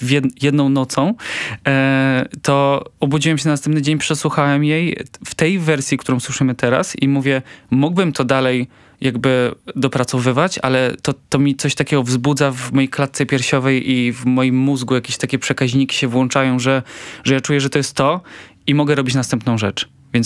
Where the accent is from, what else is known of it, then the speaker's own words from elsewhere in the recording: Poznań, Greater Poland Voivodeship, Poland; Mówię wasza w sumie bardziej kochana Warszawa, bo jestem z Poznania.